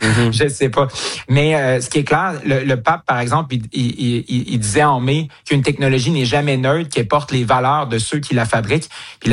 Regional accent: Quebec, Canada; Puis chez nous, au Québec, on est peut-être un peu moins concernés par ça parce que, bon, on n'est pas très religieux. On est parmi les peuples les plus laïcs au monde.

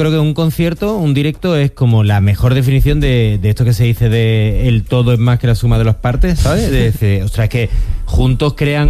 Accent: Seville, Andalusia, Spain; Yo soy de la Sevilla Auténtica

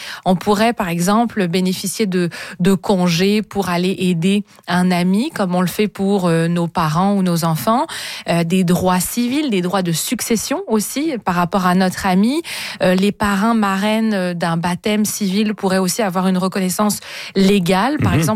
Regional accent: Quebec, Canada; il n'existe pas encore chez nous au Québec de propositions comme ça

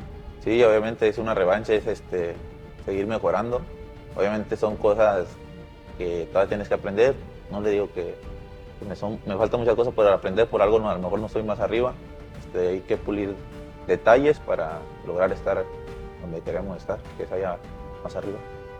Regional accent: Torreón, Coahuila, Mexico; Juego normalmente de lateral o de central y soy de Torreón, Coahuila.

